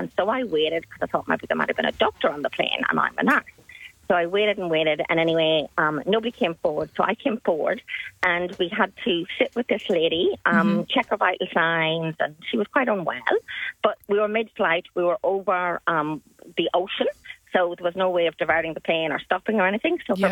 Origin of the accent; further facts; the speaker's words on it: Ireland; So I'm Irish and all my family are overseas, obviously in Ireland